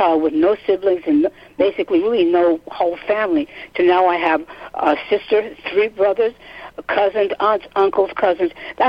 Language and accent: English; New York, United States; Oh, well, as a New Yorker, brought up in the streets